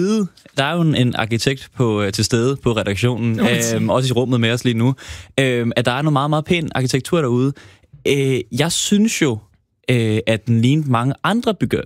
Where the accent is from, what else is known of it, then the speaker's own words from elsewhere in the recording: Copenhagen, Capital Region of Denmark, Denmark; Nej, jeg er født i København, opvokset i Vanget og Vesterbro, men Tingbjerg, der har jeg sgu aldrig